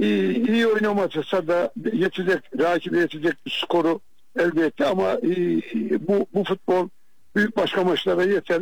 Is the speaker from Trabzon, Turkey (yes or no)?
yes; Trabzon, Turkey; Bir Trabzonlu olarak